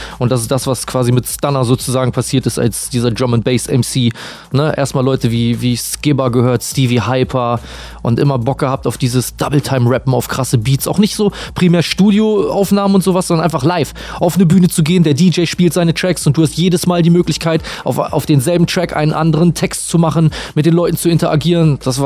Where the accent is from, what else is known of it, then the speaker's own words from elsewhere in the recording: Celle, Lower Saxony, Germany; now in Bremen, Germany; ich komme aus Bremen, ursprünglich aber born and raised sozusagen in Celle. Das ist eine kleine Stadt in Niedersachsen in der Nähe von Hannover.